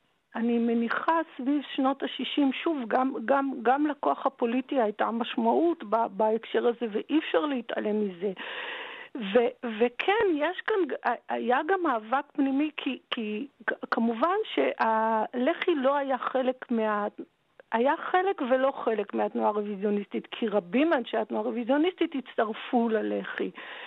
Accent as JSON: {"language": "Hebrew", "town": "Tel Aviv", "region": "Tel Aviv District", "country": "Israel", "tie": "born or raised there", "said": "בתור ילדה שגדלה בתל אביב"}